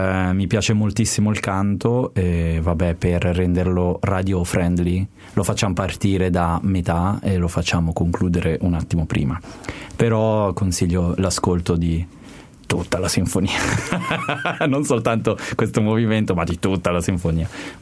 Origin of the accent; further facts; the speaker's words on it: Lugano, Ticino, Switzerland; sono nato e cresciuto qua in Ticino, Lugano